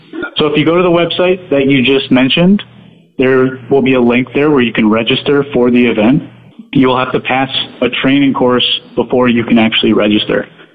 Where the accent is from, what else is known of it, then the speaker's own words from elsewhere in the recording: Michigan, United States; now in Florida, United States; You know, I grew up in Michigan, which isn't quite Alaska, but it still has, you know, some pretty cold winters.